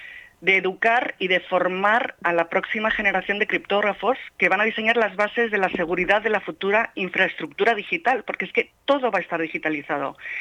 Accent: Madrid, Community of Madrid, Spain; yo soy española, madrileña y de religión judía

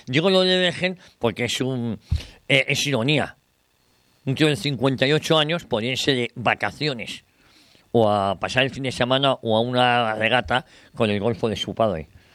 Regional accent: Ceuta, Spain; Yo soy el pueblo ceutí y digo, no nos hacéis falta.

